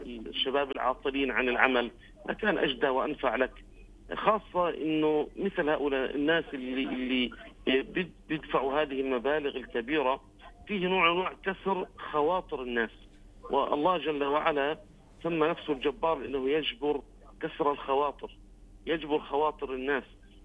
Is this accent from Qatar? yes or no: no; Palestine; ومجتمعنا الفلسطيني